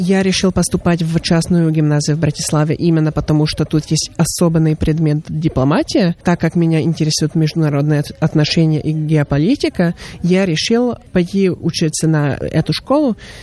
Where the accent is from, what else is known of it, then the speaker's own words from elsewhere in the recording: Slovakia; first language Hungarian; Russian is a second language; Русский язык для меня является иностранным языком. Моим родным языком венгерский и словацкий, так как у меня мама венгерка и папа словак.